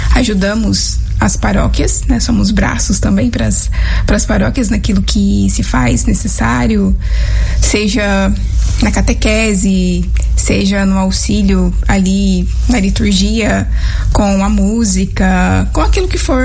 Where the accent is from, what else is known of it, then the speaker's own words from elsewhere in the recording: Paranaíba, Mato Grosso do Sul, Brazil; Eu sou natural de Paranaíba, no Mato Grosso do Sul. Uma terra muito boa, nós somos muito acolhedores.